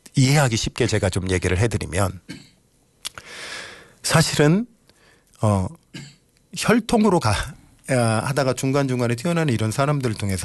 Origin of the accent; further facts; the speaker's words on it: Yeosu, South Jeolla, South Korea; moved away; 제 고향이 여수니까